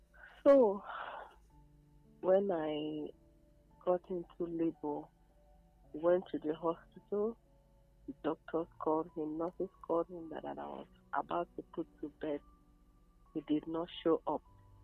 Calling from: Obudu, Cross River, Nigeria; I'm calling from Obudu.

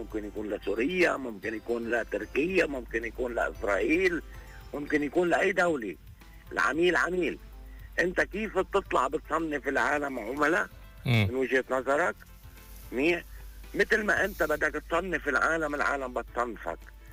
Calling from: Lebanon; نحن انتمائنا لبناني واضح صريح 100%.

